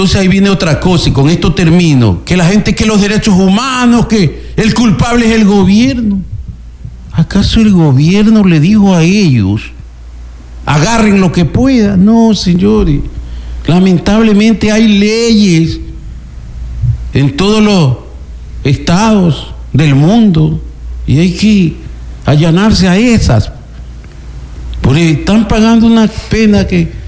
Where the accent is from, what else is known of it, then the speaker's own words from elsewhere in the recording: Manabí, Ecuador; moved away; yo soy de Juntas del Pacífico, y lo digo sin ningún empacho. Y lo reconozco. Yo siempre añoro mi tierra y voy.